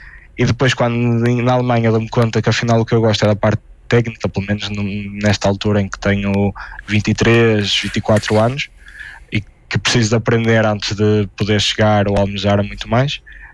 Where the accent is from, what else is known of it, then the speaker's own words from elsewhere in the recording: Ponte de Lima, Norte, Portugal; also born or lived in Germany; now in Évora, Portugal; depois de 8 meses na Alemanha e voltar para Évora, para Portugal. Eu sou de Ponte Lima, mas voltei para Portugal, neste caso em Évora